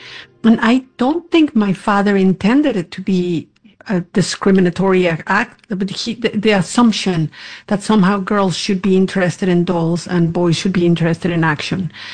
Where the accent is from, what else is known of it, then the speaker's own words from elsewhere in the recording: Cuernavaca, Morelos, Mexico; Growing up in Cuernavaca was such a blessing because at the time, we're talking about the 1970s, Cuernavaca was a very small city. It's sunny every day, it's beautiful.